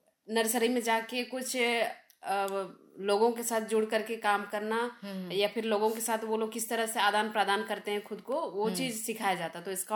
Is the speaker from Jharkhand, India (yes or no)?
yes; Chaibasa, Jharkhand, India; और मैं तांबो चेवासा से हूँ।